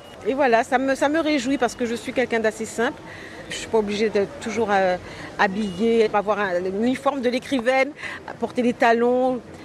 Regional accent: Paris, Île-de-France, France; accent: Parisian; Je me sentais toujours un petit peu différente. Quand je parle créole, j'ai un petit accent parisien.

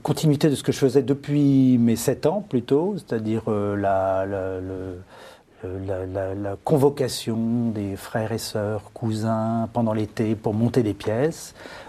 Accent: Paris, Île-de-France, France; born there; Mais je suis né à Paris et ça se passait à Paris.

